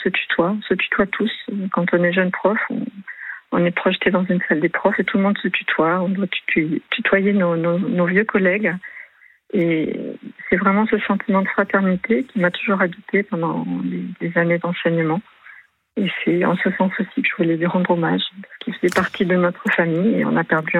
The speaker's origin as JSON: {"language": "French", "town": "Toulouse", "region": "Occitanie", "country": "France", "said": "Vous savez, moi je suis toulousaine, à Toulouse, on a l'affaire Mera"}